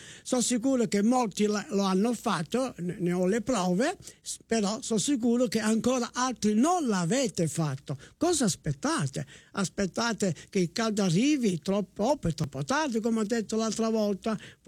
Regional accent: Cosenza, Calabria, Italy; accent: Cosentino; non è che io adesso mi butto a parlare il mio cosentino, il mio dialetto

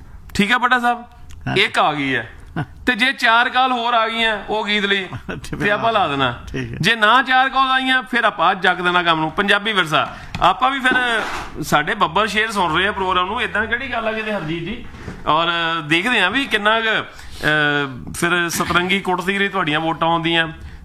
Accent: Punjab, India; moved away; ਨਾ ਸਾਡਾ ਪੰਜਾਬ ਨਾਲ ਸਾਡਾ ਪਿਆਰ ਹੈ ਕਿਉਂਕਿ ਅਸੀਂ ਉੱਥੇ ਜੰਮੇ ਪਲੇ ਹਾਂ।

